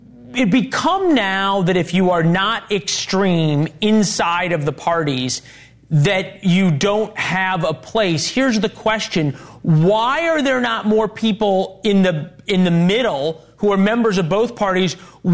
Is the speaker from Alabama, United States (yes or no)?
no; Missouri, United States; Races in Michigan, Wisconsin, my home state of Missouri, something to watch there.